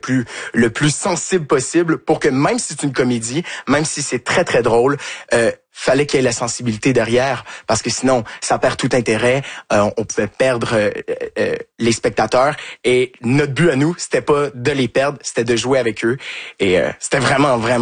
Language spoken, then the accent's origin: French; Quebec, Canada; now in France; Ben ça aide, on est dans le sud de la France